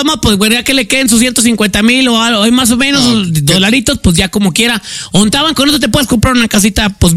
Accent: Mexico; Como mexicano, todos te pones a hacer algo, güey

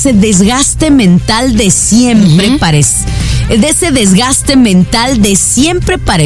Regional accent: Guadalajara, Jalisco, Mexico; aquí tienen una cita con estas tapatías.

